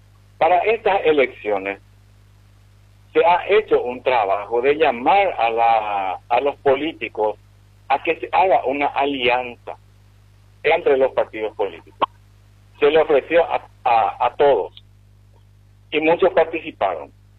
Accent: Ciudad del Este, Alto Paraná, Paraguay; also born or lived in Presidente Franco; Hemos pasado en Ciudad del Este de todo. Yo nací en Franco y crecí acá. Acá hice la escuela, el ejército, la facultad.

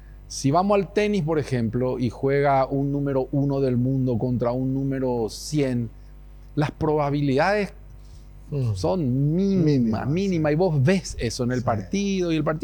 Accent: Paraguay; cómo somos los paraguayos

